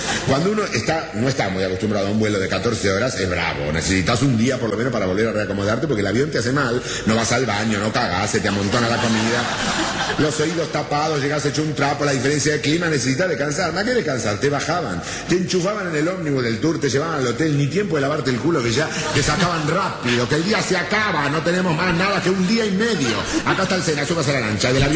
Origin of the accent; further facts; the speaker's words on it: Argentina; lo boludo que somos los argentinos.